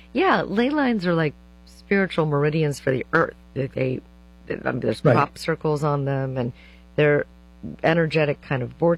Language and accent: English; Ohio, United States; So I'm from Ohio. So many great places there. Chagrin Falls and all of those great places.